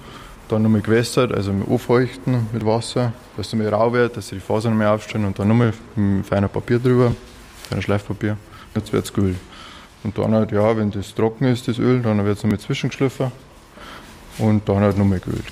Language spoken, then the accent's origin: German; Pfaffenhofen an der Ilm, Bavaria, Germany; Ich komme ursprünglich aus Pfaffenhofen an der Ilm.